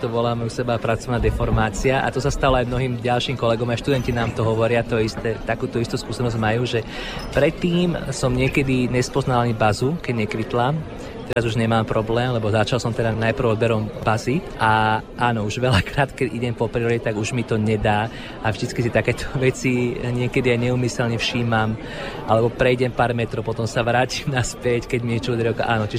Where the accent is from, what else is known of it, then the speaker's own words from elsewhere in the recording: Trnava, Trnava Region, Slovakia; v mojom rodnom meste v Trnave.